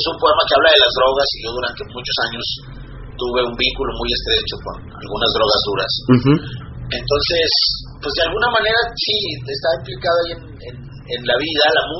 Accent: Acapulco, Guerrero, Mexico; la nave de China llegaba a Acapulco, que es el puerto donde yo nací.

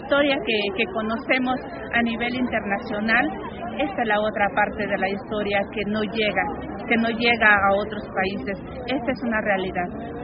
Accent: Honduras; Él es hondureño igual que yo

